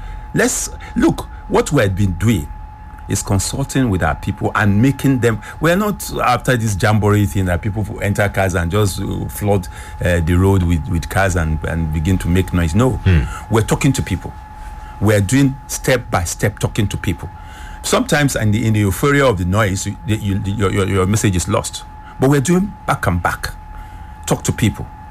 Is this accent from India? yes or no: no; Kwara, Nigeria; I'm from Kwara North, yes.